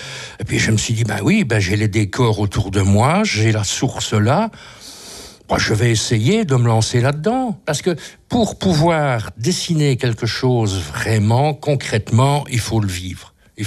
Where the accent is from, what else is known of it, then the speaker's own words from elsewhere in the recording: Liège, Wallonia, Belgium; born there; Toute ma famille est originaire de Gaume, oui. Mais je suis né à Liège, parce que mon père a eu du travail à Liège. Mais depuis l'âge de 20 ans, je suis revenu sur la terre de mes ancêtres.